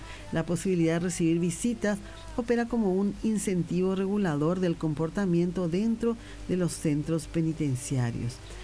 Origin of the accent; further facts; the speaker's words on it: Paraguay; así somos los paraguayos